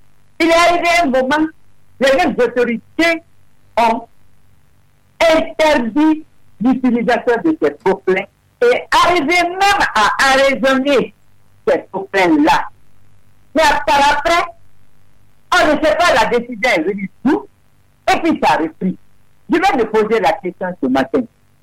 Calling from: Conakry, Guinea; chez moi, à Wanigara

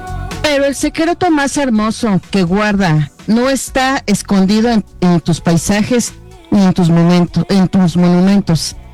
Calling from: Mexico City, Mexico; escucho desde mi casa, que se encuentra en la alcaldía Iztapalapa.

